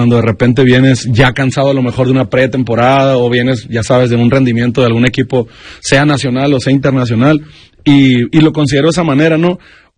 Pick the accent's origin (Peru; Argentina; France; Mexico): Mexico; Pues mira, al final de cuentas, nosotros siempre como mexicanos estamos